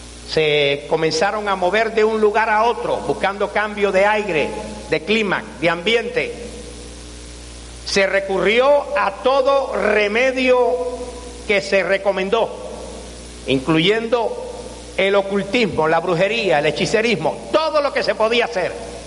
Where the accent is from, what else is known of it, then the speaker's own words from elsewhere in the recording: Havana, Cuba; born there; soy de Cuba, de la ciudad de La Habana.